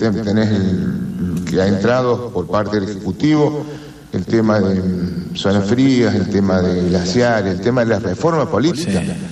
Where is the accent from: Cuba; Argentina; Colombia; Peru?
Argentina; San Luis; Yo vengo de la provincia de San Luis, donde siempre se gobernó con equilibrio fiscal.